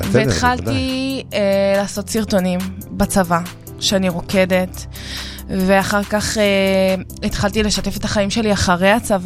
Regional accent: Pardes Hanna-Karkur, Haifa District, Israel; born there; נולדתי בפרדס חנה קרקור.

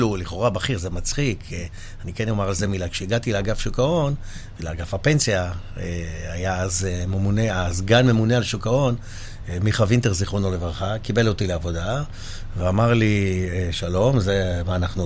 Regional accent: Netanya, Central District, Israel; also born or lived in Jerusalem; יליד נתניה. גאה להגיד שאני נתניאתי. גדלתי בנתניה, למדתי בנתניה. אמנם את התארים הראשון והשני עשיתי בירושלים, אז לא שהפכתי להיות ירושלמי, אבל הייתי לא מעט שנים בירושלים.

